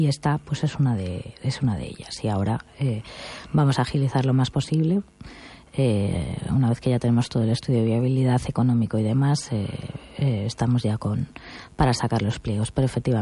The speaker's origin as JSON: {"language": "Spanish", "town": "A Coruña", "region": "Galicia", "country": "Spain", "said": "no solo somos los de Coruña, volvemos otra vez a la Gran Coruña, somos más de 400.000"}